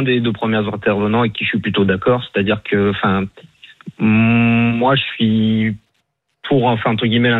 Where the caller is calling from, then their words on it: Lyon, Auvergne-Rhône-Alpes, France; Moi, je suis fumeur, pour vous donner un exemple. Donc, je suis sur Lyon.